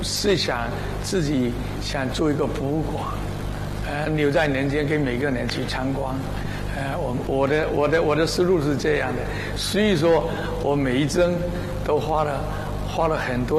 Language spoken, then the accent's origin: Chinese; China; 到了86年以后，我们后来自己回来到我们建平来